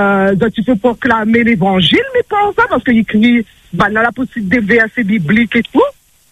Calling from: Saint-Leu, Réunion; Je vous appelle de Saint-Leu

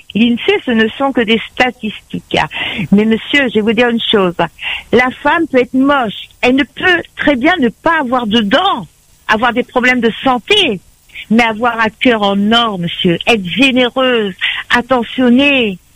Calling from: East of Réunion, Réunion; Moi, je suis dans l'Est.

